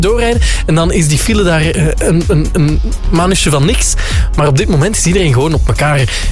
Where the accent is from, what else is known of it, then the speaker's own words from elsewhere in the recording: Flanders, Belgium; wij als Vlaming gewoon niet kunnen ritsen